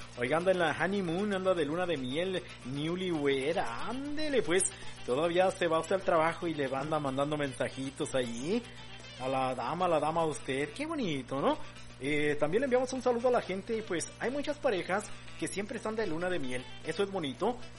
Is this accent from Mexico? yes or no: yes; Cerro Colorado, Sonora, Mexico; moved away; de La Única Mexicana, 100.3, originario del merito Cerro Colorado, Sonora, Baja California.